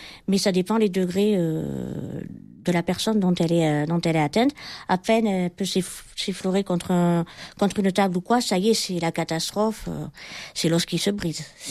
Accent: L'Escarène, Provence-Alpes-Côte d'Azur, France; je suis de l'Escarène.

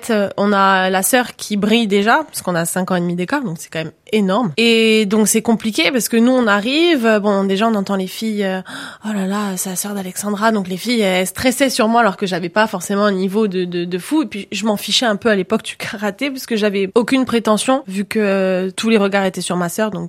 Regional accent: Corsica, France; Quand on est corse, on doit, pour faire des compétitions, partir, prendre l'avion

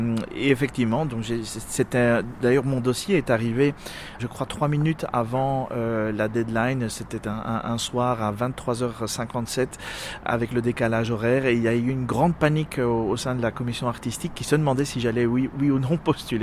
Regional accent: Belgium; D'autant plus la Belgique, étant donné que je suis belge...

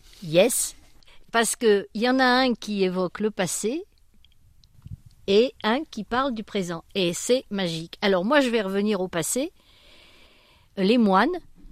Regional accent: Le Puy-en-Velay, Auvergne-Rhône-Alpes, France; Donc, nous, on vient du Puy.

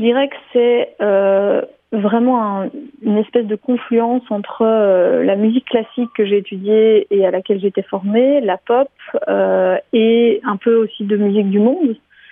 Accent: Brussels, Brussels-Capital Region, Belgium; viens d'avoir 32 ans, je suis autrice, compositrice, interprète et je viens de Bruxelles. Voilà, je suis basée à Bruxelles, même si pour l'instant je suis pas mal ailleurs, je joue beaucoup aussi en France.

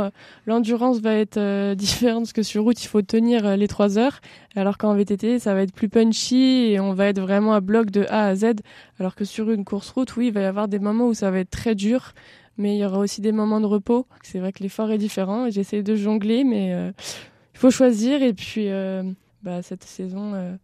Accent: France; je suis originaire de Riodin

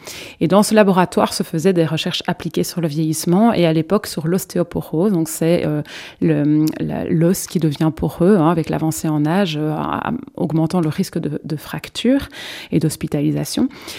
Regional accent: Assesse, Wallonia, Belgium; moved away as an adult; also born or lived in Liège; now in Namur, Belgium; Donc je suis namuroise d'origine et je suis partie faire mes études à Liège. Donc je suis restée à Liège pendant plus de 12 ans et donc je suis ravie d'avoir eu l'opportunité de revenir en fait sur Namur. Donc je suis assessoise même d'origine

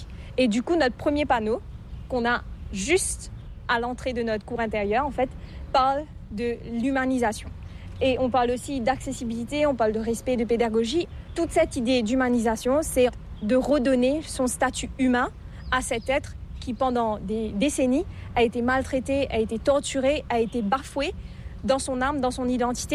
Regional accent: Mauritius; first language Mauritian Creole; French is a second language; surtout le créole mauricien. Parce que le créole, c'est notre langue maternelle.

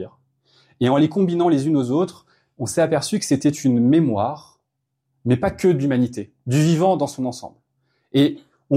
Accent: Pau, Nouvelle-Aquitaine, France; born there; Mon père est né en Moselle, mon grand-père est né en Moselle, d'où tout là-haut les cuissons de la Moselle. Et moi, je suis né à Pau.

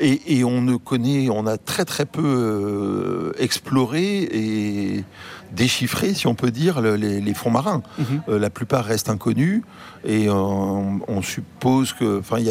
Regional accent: Martinique; Comme on disait, moi j'ai grandi à la Martinique et j'y retourne régulièrement

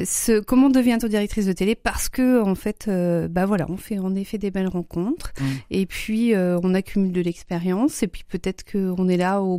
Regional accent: Brittany, France; born there; also born or lived in Vitré / Mayenne / Paris; now in Rennes, France; je suis née à Vitré. J'ai pas grandi que dans le coin. Je suis née à Vitré, j'ai grandi en Mayenne, puis dans le Finistère. J'ai fait des études à Rennes et j'ai bossé à Paris avant de revenir avec évidemment grand plaisir depuis un peu plus de 15 ans déjà à Rennes

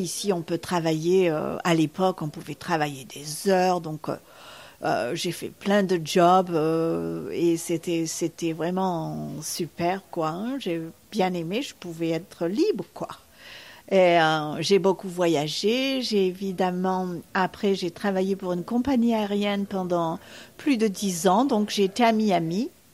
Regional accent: Saint-Paul-de-Vence, Provence-Alpes-Côte d'Azur, France; moved away as an adult; also born or lived in Nice; now in Key West, United States; je suis du sud de la France. Je suis née à Nice et élevée à Saint-Paul-de-Vence, donc j'aimais le soleil et la mer.

